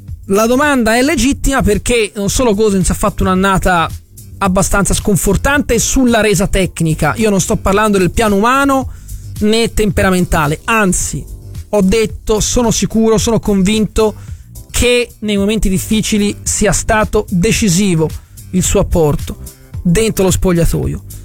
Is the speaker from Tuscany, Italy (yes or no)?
yes; Florence, Tuscany, Italy; in quanto fiorentini e toscani